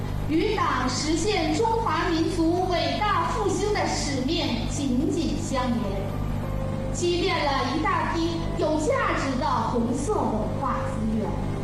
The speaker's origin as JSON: {"language": "Chinese", "region": "Liaoning", "country": "China", "said": "我们的家乡辽宁"}